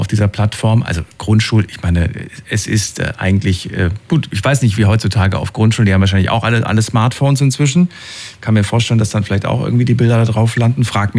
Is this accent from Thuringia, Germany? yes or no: yes; Thuringia, Germany; Früher bin ich aus Thüringen und so weiter. Und da war FKK ganz normal, ne? in der ehemaligen DDR.